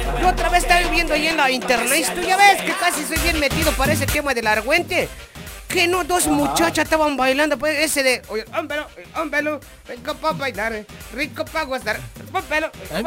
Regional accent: Chenalhó, Chiapas, Mexico; allá cerca de mi pueblo del Chenalo.

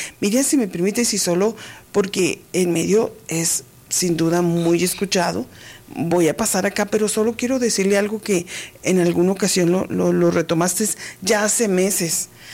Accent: Cananea, Sonora, Mexico

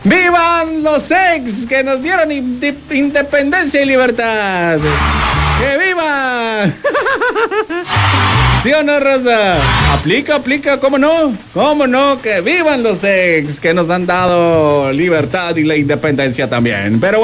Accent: Mexico; Se sienta que es mexicano uno, que se sienta que somos más mexicanos que el nopal.

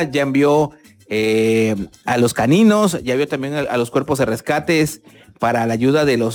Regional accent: Mexico

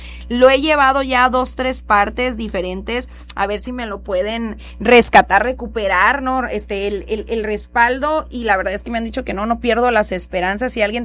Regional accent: Mexico; ya sé, como buena mexicana, a ver si mañana sí voy

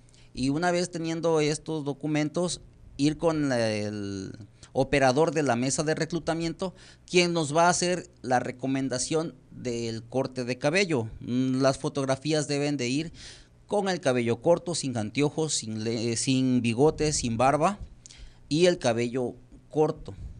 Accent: Tonalá, Chiapas, Mexico; yo soy del municipio de Tonalá, mi acta es de Tonalá

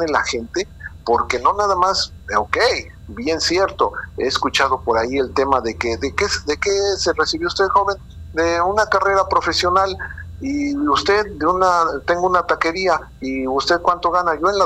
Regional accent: Mexico

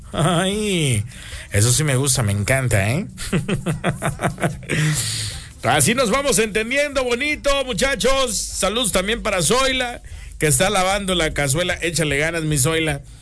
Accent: Pijijiapan, Chiapas, Mexico; moved away; Allá en Pijijiapan, saludos a mi raza de Pijijiapan.

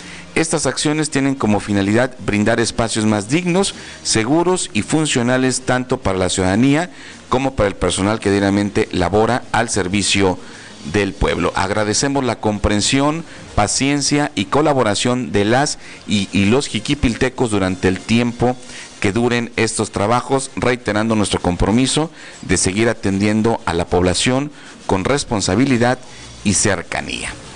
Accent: Villa Morelos, Chiapas, Mexico; Lo que pasa es de que somos de Villamorelos y acá tenemos la clínica.

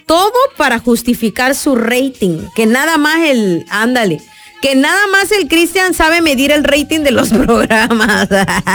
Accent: Tapachula, Chiapas, Mexico; como buenos tapachultecos, celebrando nuestra independencia como buenos mexicanos.

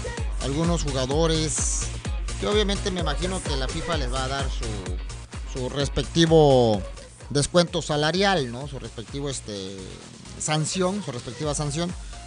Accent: Mexico; a final de cuentas, yo soy mexicano, de antemano.

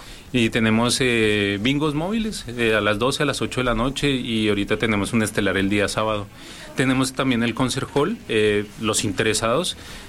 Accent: Colombia; accent: Colombian; moved away as an adult; also born or lived in Guadalajara; now in Hermosillo, Mexico; yo soy colombiano

